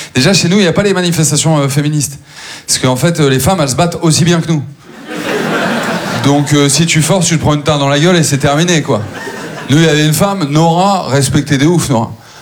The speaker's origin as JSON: {"language": "French", "town": "Maubeuge", "region": "Hauts-de-France", "country": "France", "tie": "born or raised there", "said": "J'ai grandi à Maubeuge, c'est la 7e ville la plus pauvre de France, voilà, parce qu'ils ont fait un classement, les bâtards."}